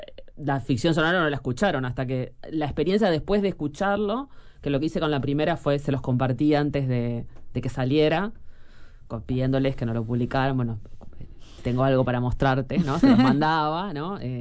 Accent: Canelones, Uruguay; yo soy de Canelones

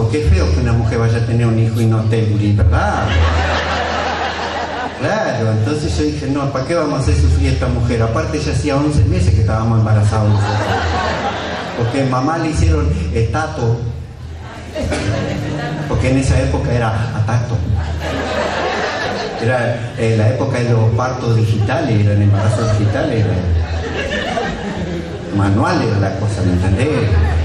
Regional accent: Paso de los Toros, Tacuarembó, Uruguay; me saqué la gana de decir que soy de Tacuarembó. Yo soy nacido en Paso de los Toros.

